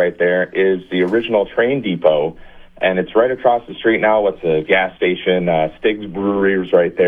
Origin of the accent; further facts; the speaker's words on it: Boyne City, Michigan, United States; I'm from Boyne, and I've known that water tower my entire life.